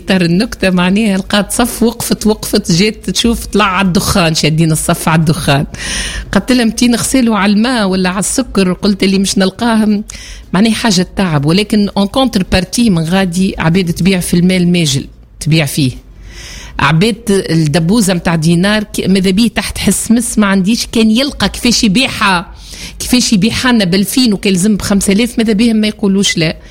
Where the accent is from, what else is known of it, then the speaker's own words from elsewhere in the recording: Tunisia; في بلادنا تونس